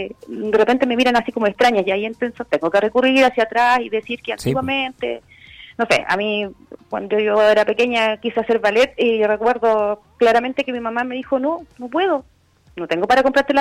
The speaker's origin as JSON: {"language": "Spanish", "country": "Chile", "said": "somos solidarios los chilenos"}